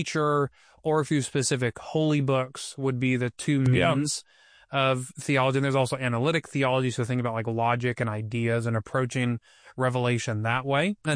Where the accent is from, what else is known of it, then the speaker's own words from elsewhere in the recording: California, United States; I was used to growing up with smog. And so, like, as a kid, growing up in the Inland Empire, we'd go to our local water park